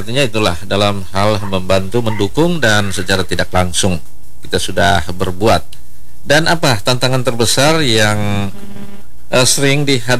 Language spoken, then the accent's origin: Indonesian; East Nusa Tenggara, Indonesia; orang kita, orang NTT